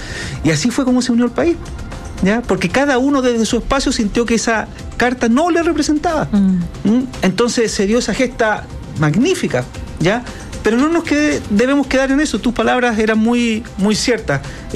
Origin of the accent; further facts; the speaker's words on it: Santiago, Santiago Metropolitan Region, Chile; Nací en San Miguel. Sí, po. Ya. Cuando me casé, los primeros años viví en San Miguel, después salí, pero toda la vida en el distrito.